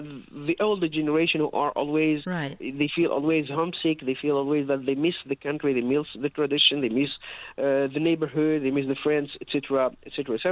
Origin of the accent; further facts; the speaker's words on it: Tunisia; I said, I'm from Tunisia.